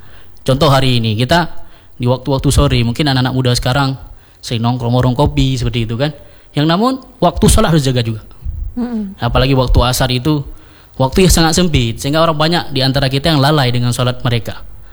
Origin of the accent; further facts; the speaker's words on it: Aceh, Indonesia; apalagi kita kan Aceh nih, di mana-mana warkop.